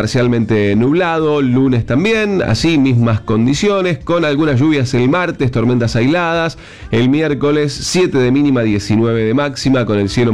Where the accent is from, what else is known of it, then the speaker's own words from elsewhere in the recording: Argentina; Pero soy argentino.